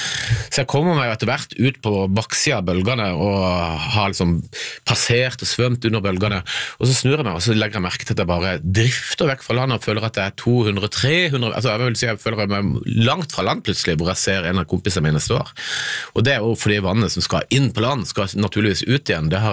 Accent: Southern Norway, Norway; Nei, jeg tenker jo at jeg er fra Sørland, jeg kan svømme som en fisk

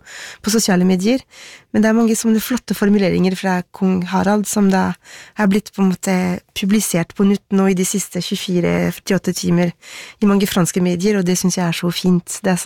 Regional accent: Paris, Île-de-France, France; born or raised there; Norwegian is a second language; now in Norway

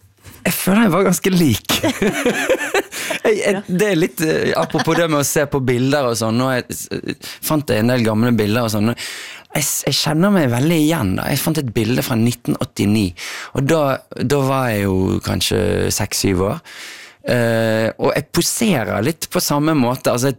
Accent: Bergen, Vestland, Norway; Jeg født og oppvokst på Skjold.

